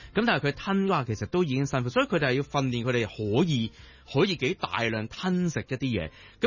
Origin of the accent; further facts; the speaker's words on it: China; 我們就是中國人嘛